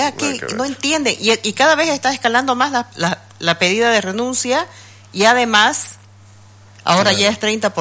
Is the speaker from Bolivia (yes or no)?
yes; Santa Cruz, Bolivia; Nos tratan como bolivianos de segunda